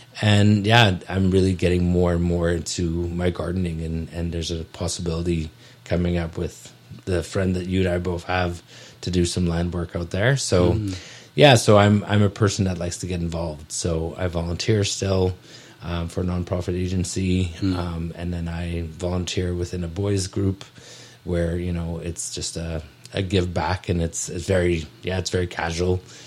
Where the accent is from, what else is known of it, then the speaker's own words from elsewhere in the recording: Netherlands; also born or lived in Nelson, Canada; now in Penticton, Canada; I'm pretty short for a Dutchman